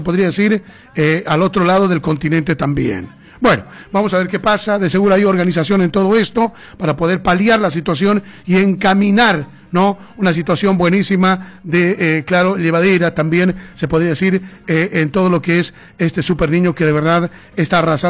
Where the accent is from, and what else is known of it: Bolivia